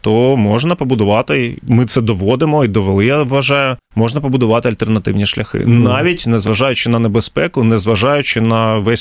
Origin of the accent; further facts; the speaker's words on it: Luhansk, Luhansk Oblast, Ukraine; Ми самі з Луганська і частково з Донеччини, з Луганщини.